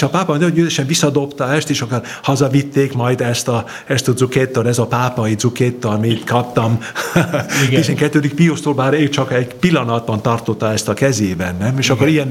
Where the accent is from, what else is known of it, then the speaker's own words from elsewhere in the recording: Vienna, Austria; born there; Hungarian is a second language; és édesapám osztrák volt, és én Bécsben születtem, de valahogyan mindig közel voltak a magyar rokonaink. Édesanyám próbált nekünk velünk magyarul is beszélni, és nem nagyon sikerült